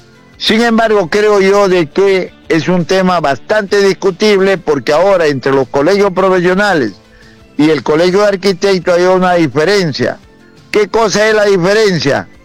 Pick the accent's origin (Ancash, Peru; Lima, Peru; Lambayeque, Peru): Lambayeque, Peru; Monsefú; En mi pueblo de Monsevú le entregaron 35 millones, por ejemplo, para que culmine el agua y el agua.